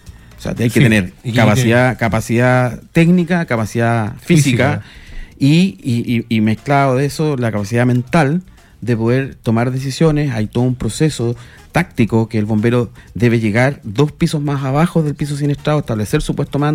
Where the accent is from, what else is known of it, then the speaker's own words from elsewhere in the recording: Iquique, Tarapacá, Chile; Somos iquiqueños, tenemos un amor profundo por nuestra tierra, por nuestra cultura y por nuestro país, por nuestra patria.